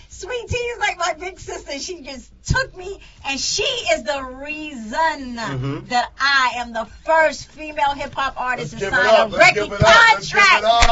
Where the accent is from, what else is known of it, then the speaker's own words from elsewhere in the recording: Long Island, New York, United States; So I'm the first female hip hop artist from Long Island to sign a contract, thanks